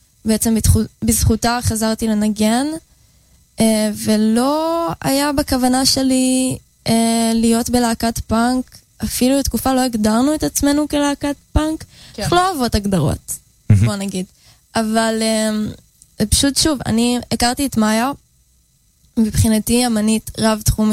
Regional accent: Tel Aviv-Yafo, Tel Aviv District, Israel; אז אני מיפו במקור, מאג'מי.

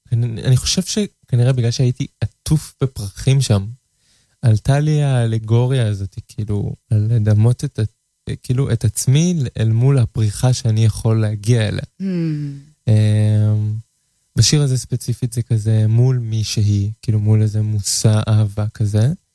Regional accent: Kfar Azar, Tel Aviv District, Israel; גדלתי בכפר עזר.

